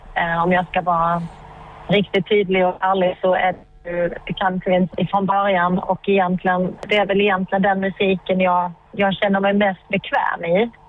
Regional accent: Sweden

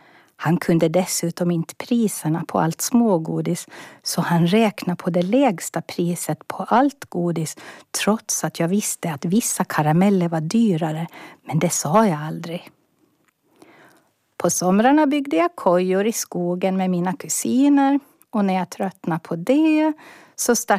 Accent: Åland Islands; now in Stockholm, Sweden; och är född och uppvuxen på Åland men är bosatt i Stockholm

